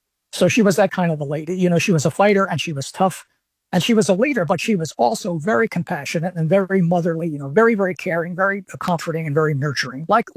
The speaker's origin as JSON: {"language": "English", "town": "Philadelphia", "region": "Pennsylvania", "country": "United States", "tie": "born or raised there", "said": "Now, we're both from South Philly. We're both born and raised in South Philadelphia."}